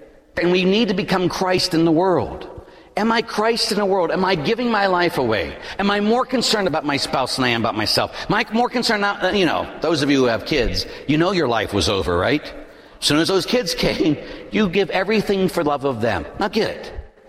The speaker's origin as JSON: {"language": "English", "town": "Pittsburgh", "region": "Pennsylvania", "country": "United States", "tie": "born or raised there", "said": "growing up in Pittsburgh, both my parents were cops"}